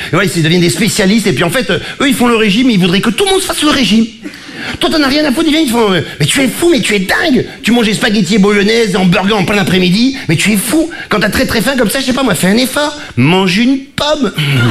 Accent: Marseille, Provence-Alpes-Côte d'Azur, France; now in Paris, France

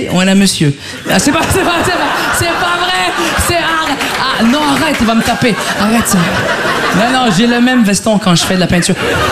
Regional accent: Quebec, Canada; now in Paris, France; En tant que Québécois, je suis confus. Je suis arrivé ici, puis c'est pas ce qu'on nous a promis.

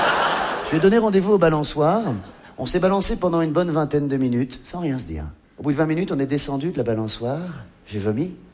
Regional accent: Grand-Quevilly, Normandy, France; Elle est rentrée chez elle à Châteauroux. Et moi, je suis rentré chez moi à Grand-Quevilly.

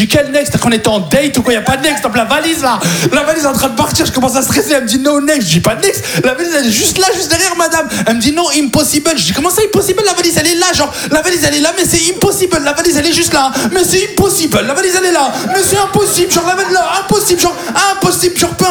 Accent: France; je lui dis, je suis français.

